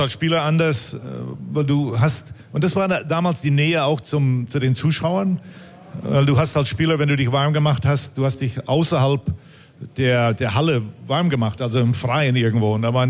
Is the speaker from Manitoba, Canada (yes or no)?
yes; Winnipeg, Manitoba, Canada; moved away; als ich als Jugendlicher in Winnipeg aufgewachsen bin.